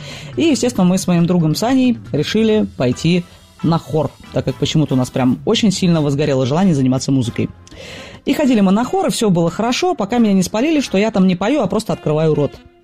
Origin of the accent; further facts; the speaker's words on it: Kaliningrad Oblast, Russia; born or raised there